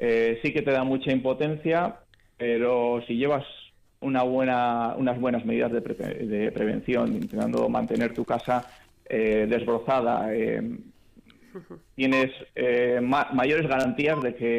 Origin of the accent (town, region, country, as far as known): Ourense province, Galicia, Spain